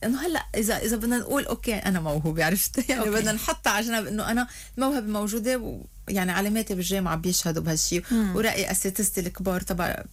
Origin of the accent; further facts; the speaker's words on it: Lebanon; عرفت خاصة اني انا لبنانية فبصير بيحكيني ان فرانسي